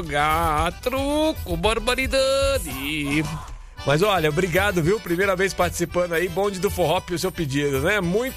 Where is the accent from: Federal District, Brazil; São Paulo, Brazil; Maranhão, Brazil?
São Paulo, Brazil; Araras; Olha, Dileme, cidade vizinha da minha terra, de Araras.